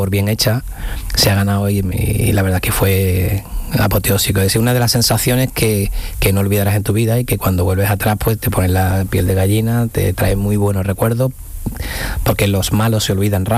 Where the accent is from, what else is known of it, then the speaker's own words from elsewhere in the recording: Seville, Andalusia, Spain; yo que soy de Sevilla, pues el estadio estaba lleno de muchos amigos